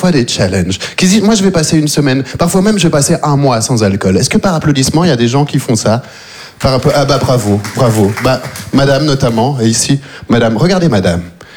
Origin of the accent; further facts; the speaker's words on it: Belgium; voilà, c'est vrai que je viens de Belgique, je suis arrivé en Belgique quand j'avais 3 ans, j'ai vécu toute ma vie là-bas